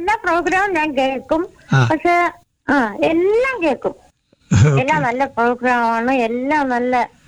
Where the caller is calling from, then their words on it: Uriyakode, Kerala, India; വിളിക്കുന്നത് ഉറിയാക്കോട്ട്. ഉറിയാക്കോട്ട് വന്നിട്ട് കാട്ടാക്കണ റൂട്ട്.